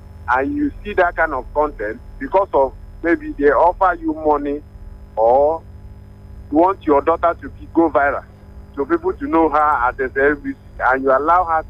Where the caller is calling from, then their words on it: Lagos, Nigeria; I'm calling from Lagos.